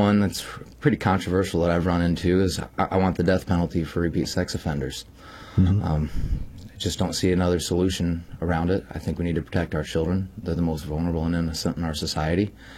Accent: Irondale, Missouri, United States; also born or lived in Festus; now in Farmington, United States; I grew up out in Irondale, actually, small town, 374 people. Then I moved up to Festus for about 7 years and then came back down to Farmington and bought a small farm, almost 20 acres, raising my family and three kids out there

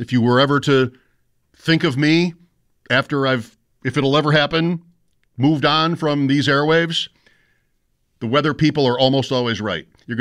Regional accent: Grand Island, New York, United States; also born or lived in Rochester; Patrick might have thought that I am from Rochester. I was there 11 years, but I'm not. I'm from where I live now on Grand Island.

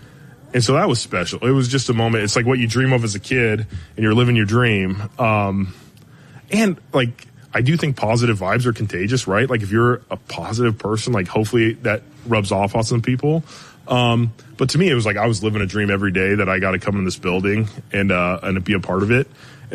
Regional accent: California, United States; Yeah, I am from Southern California, but I think if you look at my background and family, like, it's based off of, like, blue-collar hard work.

